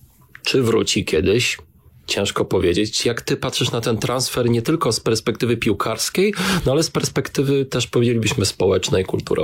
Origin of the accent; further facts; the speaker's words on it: Poznań, Greater Poland Voivodeship, Poland; born there; bo ja jestem poznaniakiem z urodzenia i on występował dwa lata w Lechu Poznań